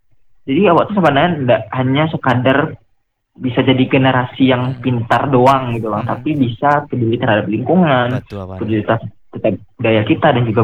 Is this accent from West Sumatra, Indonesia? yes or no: yes; West Sumatra, Indonesia; kalau pribadi sebagai orang Minang